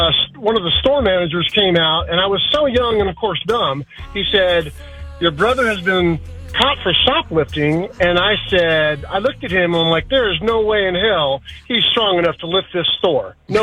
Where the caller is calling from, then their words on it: King George, Virginia, United States; from King George.